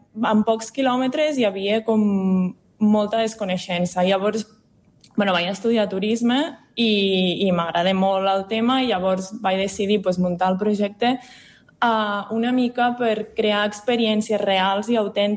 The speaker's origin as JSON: {"language": "Catalan", "region": "Catalonia", "country": "Spain", "also_born_or_lived": "Lluçanès", "moved": "yes", "lives_now": "Ripollès, Spain", "said": "Soc de l'Alt Urgell, d'un poble molt petit sota la Serra del Cadí, i, bueno, però ja fa temps que estic per aquí al Lluçanès, i perquè la meva parella és d'aquí, i ara fa poc temps que vivim al Ripollès."}